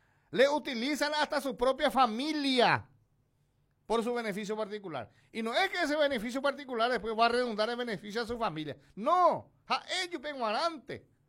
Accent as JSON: {"language": "Spanish", "country": "Paraguay", "said": "¿Qué nos está pasando como paraguayo, como país?"}